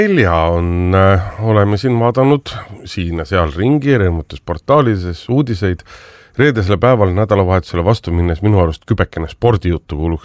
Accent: Tartu, Tartu County, Estonia; born there; mulle meeldib siiski öelda, et ma olen sünnilt olen tartlane. Ja olen alati Tartut teiste kõige paremaks linnaks pidanud

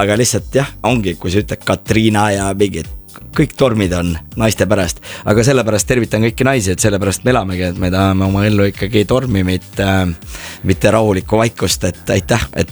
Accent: Võru, Võru County, Estonia; moved away; ma olen ka ikkagi Võrust pärit ja maa lapse

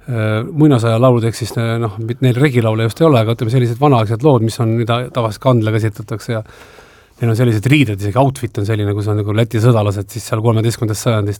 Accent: Valga, Valga County, Estonia; ma olen Valgast pärit ka.

